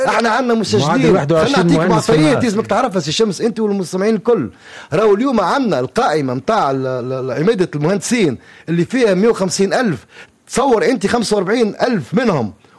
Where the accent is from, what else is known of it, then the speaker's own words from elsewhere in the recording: Tunisia; عندنا في تونس